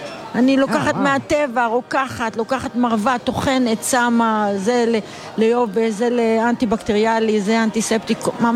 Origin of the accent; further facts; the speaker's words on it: Rishon LeZion, Central District, Israel; moved away as an adult; now in Tzivon, Israel; אני 54, אני עתיקה בארץ בעולם. אז זה היה, כאילו גדלתי ככה, עם ירוק, תמיד אני, וכשהתחילו לבנות בראשון